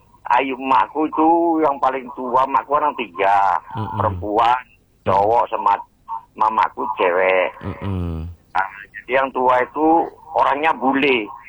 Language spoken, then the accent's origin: Indonesian; Medan, North Sumatra, Indonesia; born there; now in Muara Bulian, Indonesia; saya memang lahir di Medan.